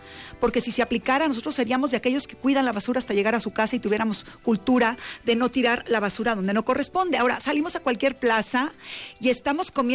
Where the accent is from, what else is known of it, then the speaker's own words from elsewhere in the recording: Mexico; de una manera que estemos orgullosos de decir soy mexicano